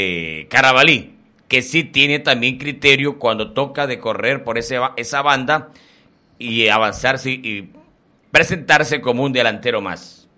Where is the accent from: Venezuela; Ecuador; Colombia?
Ecuador; No, yo quiero que Liga clasifique como ecuatoriano que soy.